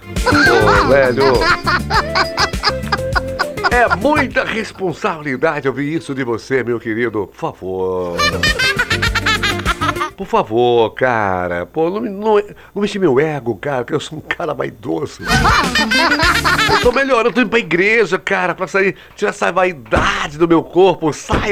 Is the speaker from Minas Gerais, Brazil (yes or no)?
yes; Minas Gerais, Brazil; Júnia, sou de Minas também.